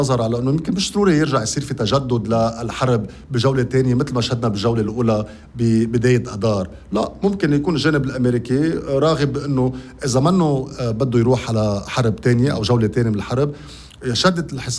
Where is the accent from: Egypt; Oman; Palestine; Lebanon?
Lebanon; لا، هذه كمان شغلة بتوجعنا نحن كلبنانيين كتكلفة بيئية.